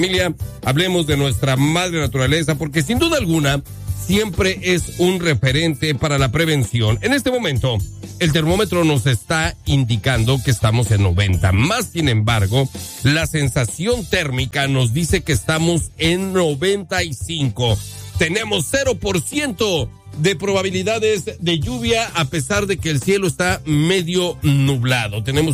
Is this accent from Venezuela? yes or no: no; Mexico; junto con nosotros como mexicanos, celebramos nuestra independencia.